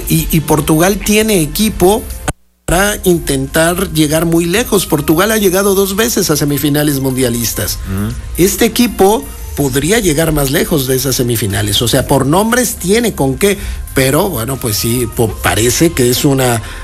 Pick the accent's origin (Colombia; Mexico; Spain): Mexico; Y tenemos que reconocer como mexicanos que el fútbol argentino ha influenciado al mexicano.